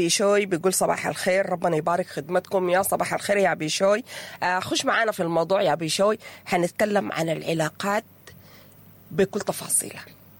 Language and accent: Arabic; Sudan; ونحن كسودانيين